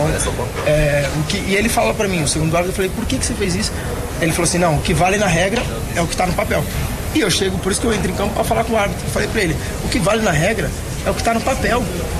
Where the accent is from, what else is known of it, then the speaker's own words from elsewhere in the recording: Brazil; cara, eu sou brasileiro como você também é, né?